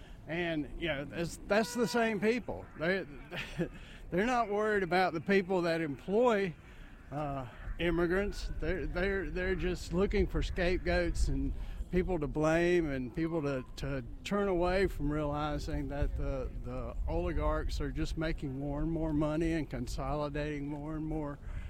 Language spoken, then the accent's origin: English; Raleigh, North Carolina, United States